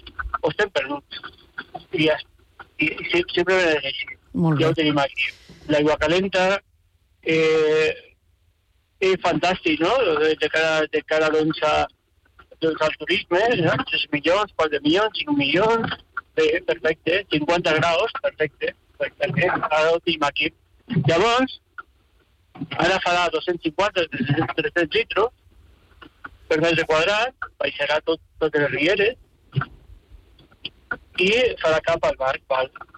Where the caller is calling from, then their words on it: Bellmunt del Priorat, Catalonia, Spain; vaig a Bellmunt, soc de Bellmunt